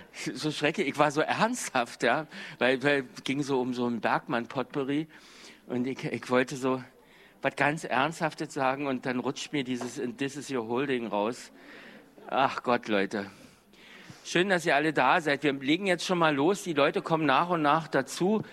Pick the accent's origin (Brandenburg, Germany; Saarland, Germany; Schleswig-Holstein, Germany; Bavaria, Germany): Brandenburg, Germany; Cottbus; also born or lived in Greifswald; Mit 24, 25 war er in Greifswald und dann sind wir von Greifswald nach Cottbus gezogen.